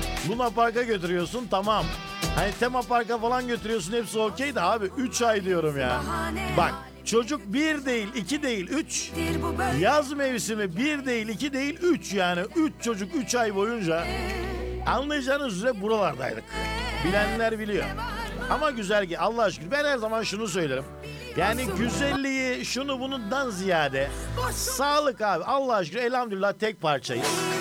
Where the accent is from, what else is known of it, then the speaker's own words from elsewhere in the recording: Mersin, Turkey; Mersin'imiz işte ya. Canım memleketim ya. Bir başkadır benim memleketim.